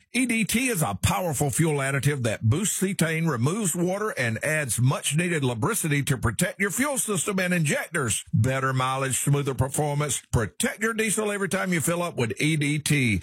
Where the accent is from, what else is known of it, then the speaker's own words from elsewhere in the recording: Augusta, United States; he asked me where I was born and things like that, if I was from Augusta. And I mentioned, yeah, but I was in the Air Force, and I did a lot of traveling then.